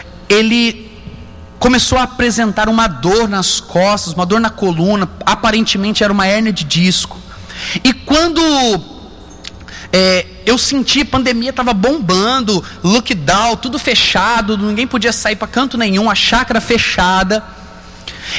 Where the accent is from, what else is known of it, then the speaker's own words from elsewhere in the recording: São José do Rio Preto, São Paulo, Brazil; moved away; Eu sou natural de São José do Rio Preto, interior de São Paulo, dá mais ou menos 700 quilômetros daqui.